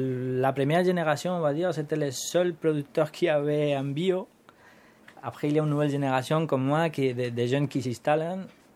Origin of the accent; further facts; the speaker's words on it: Mula, Region of Murcia, Spain; French is a second language; Je suis le créateur de Bioespuna avec mon frère. Et voilà, je suis de Mula, Murcia, en Espagne.